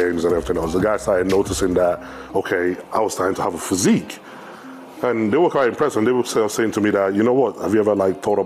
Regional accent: Nigeria

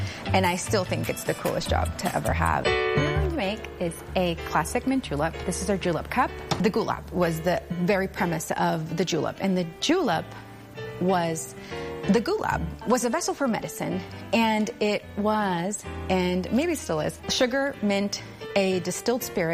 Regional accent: Monterrey, Nuevo León, Mexico; now in United States; I am from Monterrey, Nuevo León, and my family also comes from San Luis Potosí, what is probably the northern-ish part of Mexico. We were part of the 1986 immigration reform

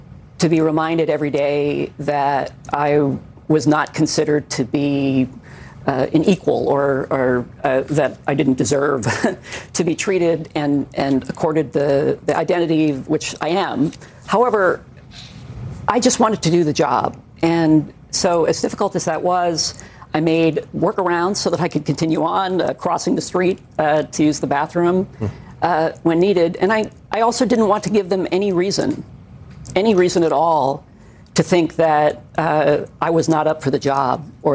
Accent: Hawaii, United States; as I grew up in Hawaii

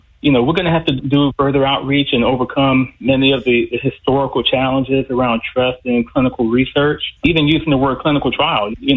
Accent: Orlando, Florida, United States; now in Tampa, United States; I am from Orlando.

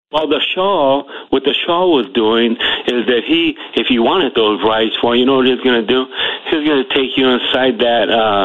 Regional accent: California, United States; now in North Carolina, United States; Oh, yeah, thank you. I'm from California. The company I work for transferred me out here.

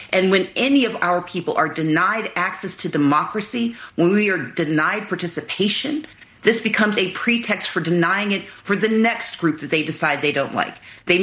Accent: Mississippi, United States; born or raised there; now in Georgia, United States

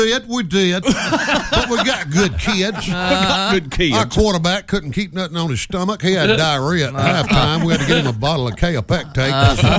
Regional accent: Southern United States, United States; I look back on my life growing up in the South.

